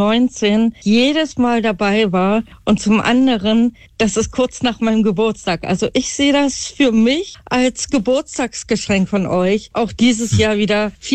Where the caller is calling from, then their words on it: Hamburg, Germany; aus Harburg.